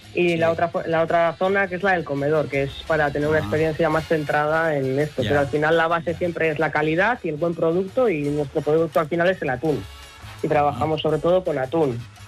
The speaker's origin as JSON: {"language": "Spanish", "town": "Ea", "region": "Basque Country", "country": "Spain", "said": "Soy de Ea."}